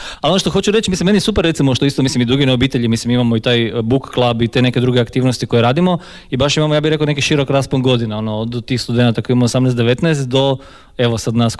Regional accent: Poreč, Istria County, Croatia; moved away as an adult

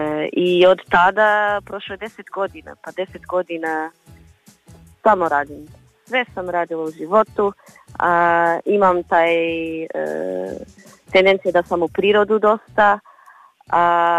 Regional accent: Portugal; Croatian is a second language; Ne znam ako je neko rekao, ali ja sam inače iz Portugalu.

